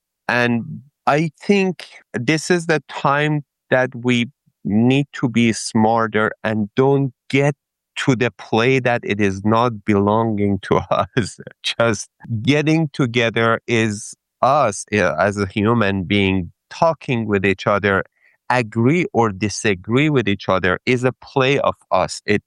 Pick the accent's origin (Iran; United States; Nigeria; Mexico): Iran; English is a second language; let me talk to this person who is from, I don't know, from the U.S. that is fighting with me that I'm coming from Iran.